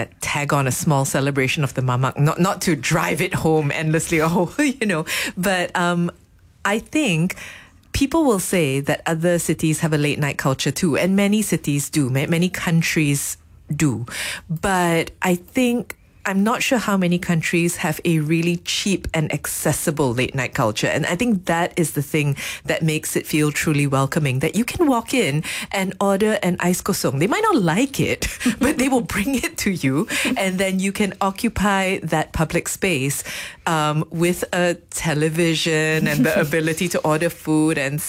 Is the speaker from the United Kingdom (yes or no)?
no; Malaysia